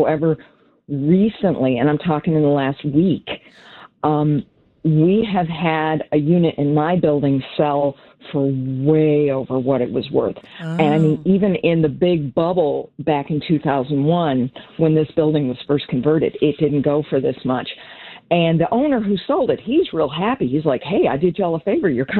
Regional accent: Evanston, Illinois, United States; I was born in Evanston, and God willing, I'll die here, and God willing, no time soon.

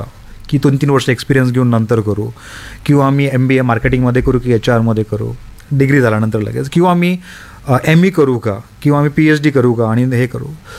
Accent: Latur, Maharashtra, India; म्हटलं असं असं मी लातूरचा आहे.

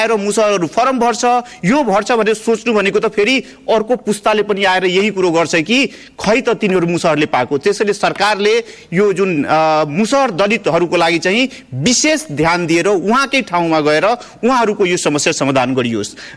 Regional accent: Madhesh Province, Nepal; born there; मेरै गाउँको कुरा गर्नुहुन्छ भने 200 भन्दा बढी मेरो वार्डमा, महागढीमा वार्ड नम्बर 7 मा

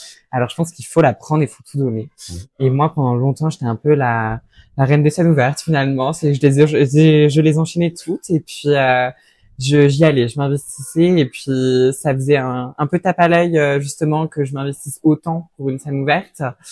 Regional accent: Normandy, France; moved away as an adult; now in Paris, France

